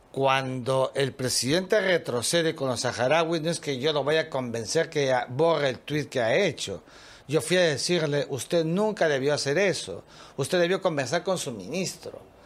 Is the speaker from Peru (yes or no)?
yes; Peru